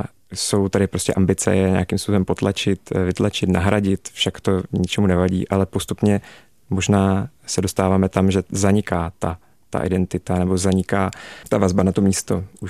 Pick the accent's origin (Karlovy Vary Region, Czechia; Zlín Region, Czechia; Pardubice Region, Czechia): Zlín Region, Czechia; Zlín; v tom, že jsem prostě ze Zlína, že mám vazbu na to místo a vím, na co můžu být hrdý.